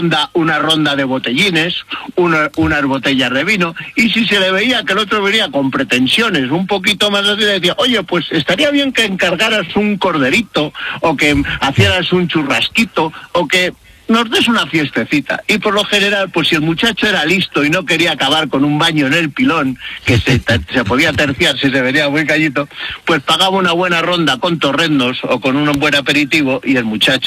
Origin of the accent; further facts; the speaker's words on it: Orcajo de la Ribera, Castile and León, Spain; Por ejemplo, en Orcajo de la Ribera, en mi pueblo, en Orcajo, en Gredos, la mantenemos, la de cobrar el piso.